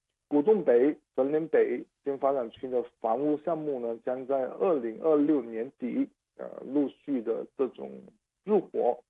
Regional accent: Guangdong, China; now in Hong Kong; 老要解释我是香港人，但我的家乡在广东。粤港澳大湾区规划出台之后呢，我就不用这么解释，直接对外称就说我是大湾区人啊

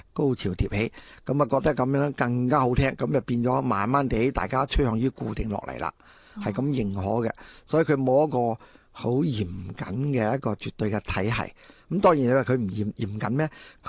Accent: Lingnan, China; 咁我估计广东音乐都应该有呢种我哋岭南人嘅特性喺度。

